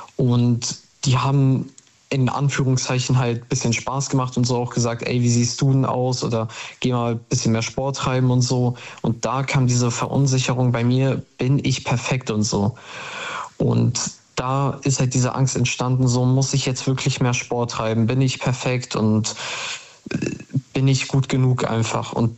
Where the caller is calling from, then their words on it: Bremen, Germany; ich komme aus Bremen, also Nähe Bremen.